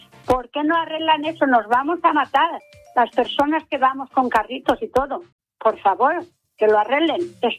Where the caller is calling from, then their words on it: Gandia, Valencian Community, Spain; soy una señora del Guiao de Gandía.